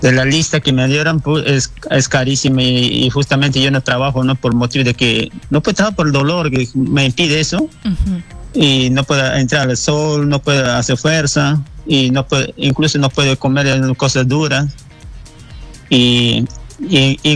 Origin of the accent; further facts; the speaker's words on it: Punchana district, Loreto, Peru; yo soy natural de Nuevo Paraíso, Quebra Polo, Río Momón, pertenece al distrito de Punchana.